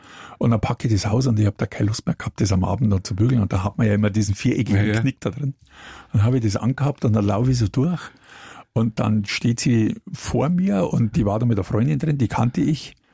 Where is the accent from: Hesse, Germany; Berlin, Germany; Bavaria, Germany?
Bavaria, Germany; Munich; die laden mich als Münchner da ein oder was, das kann ich besser.